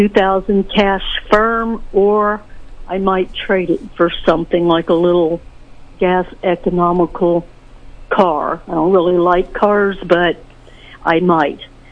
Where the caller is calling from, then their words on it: Sedalia, Missouri, United States; Hi, I'm calling from Sedalia.